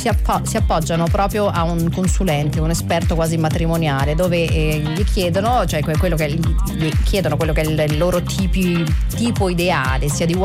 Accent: Terni, Umbria, Italy; io sono di Terni

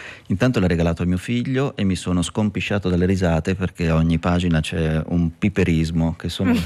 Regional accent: Tuscany, Italy; ho sempre detto il tocco, perché sono cresciuto in Toscana

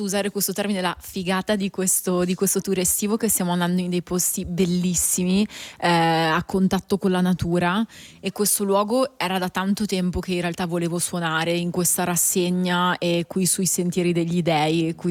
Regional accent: Italy; dalle mie parti, appunto, quindi nella zona nord-est d'Italia

